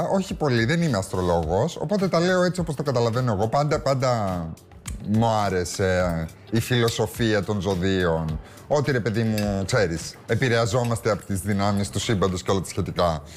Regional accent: Cyprus; επειδή είμαι και από την Κύπρο

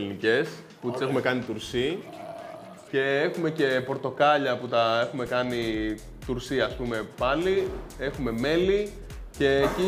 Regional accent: Egypt; now in Greece; τους λέω είμαι από την Αίγυπτο

